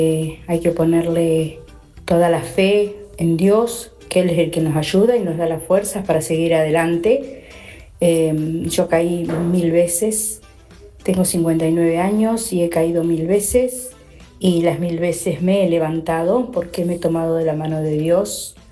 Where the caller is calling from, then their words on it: Buchardo, Córdoba, Argentina; soy de Buchardo, del sur de Córdoba.